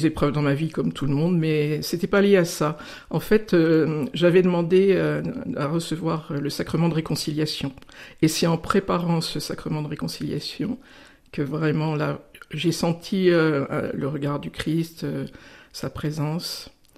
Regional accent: Grand Est, France; Très vite, mes parents sont partis en Lorraine pour des raisons professionnelles. Et puis j'ai grandi donc en Lorraine jusqu'à l'âge de 16 ans.

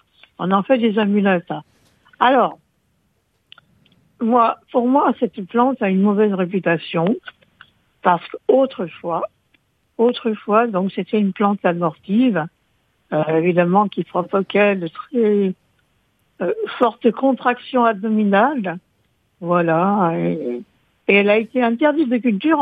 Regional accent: Corsica, France; chez nous, en Corse

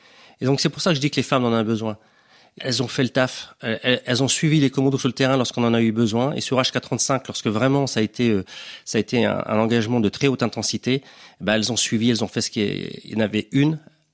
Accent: Lorient, Brittany, France; Je suis un petit breton qui est arrivé à 6 mois à Lorient

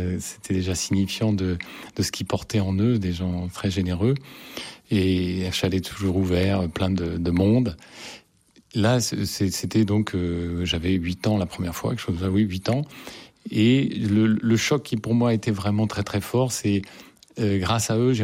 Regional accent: Paris, Île-de-France, France; born there

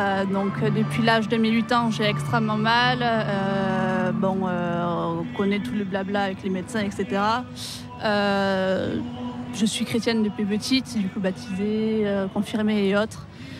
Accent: Pau, Nouvelle-Aquitaine, France; Et vu que j'habite à côté, donc je suis originaire de Pau

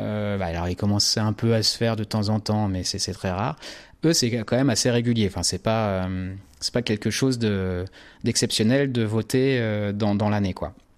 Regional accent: France; Eh ben nous, on est Français, donc on est gentil mais un peu feignant.

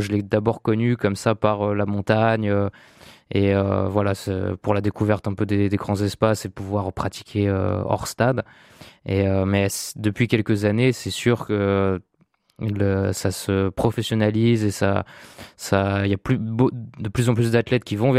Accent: Voiron, Auvergne-Rhône-Alpes, France; Moi je suis de Voiron à la base

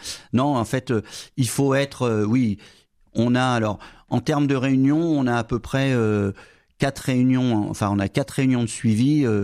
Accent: Paris, Île-de-France, France; now in Albi, France; Moi, je suis parisien

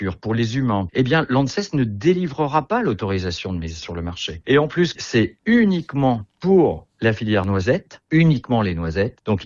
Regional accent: France; chez nous en France.

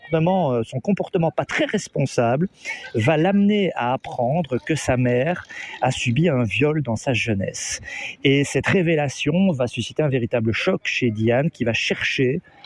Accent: Belgium; chez nous, en Belgique

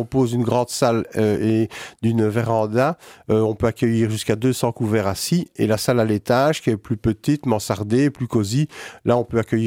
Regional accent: Seraing, Wallonia, Belgium; j'ai grandi à Serein, tout à fait. Oui. J'ai grandi au-dessus de la boucherie.

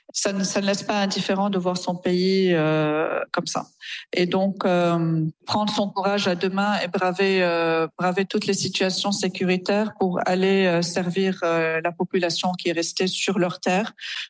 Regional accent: Lebanon; Moi, personnellement, en tant que Libanaise, ça m'a fait très mal au cœur de pouvoir voir ça sur l'état de mon pays.

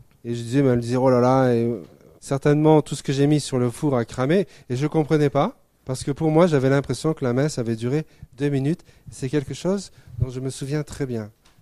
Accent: Provence-Alpes-Côte d'Azur, France; J'ai grandi dans une très belle région qui s'appelle la Provence, dans le sud de la France.

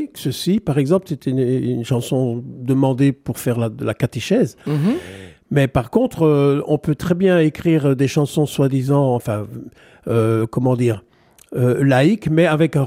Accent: Liège, Wallonia, Belgium; Eh bien, je viens de Liège.

